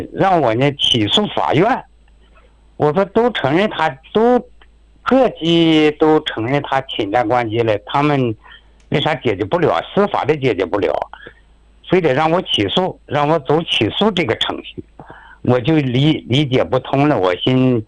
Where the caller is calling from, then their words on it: Chifeng, Inner Mongolia, China; 我是 赤峰市奥汉旗新会镇，新地村小横道的组。